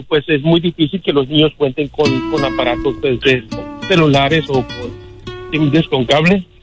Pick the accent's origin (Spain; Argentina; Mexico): Mexico; Guerrero; Yo crecí en Guerrero, compa. Soy de Guerrero.